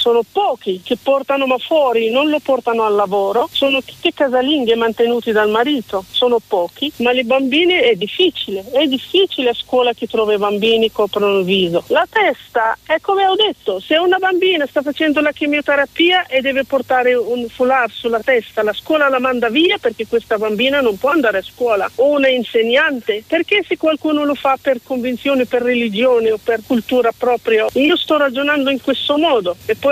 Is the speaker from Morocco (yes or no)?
yes; Morocco; Italian is a second language; now in Italy; Io sono marocchina e parlo della cultura dove sono cresciuta